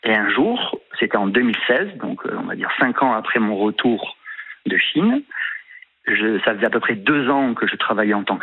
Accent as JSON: {"language": "French", "town": "Aix-en-Provence", "region": "Provence-Alpes-Côte d'Azur", "country": "France", "said": "De temps en temps, après moi je viens de Aix-en-Provence au départ."}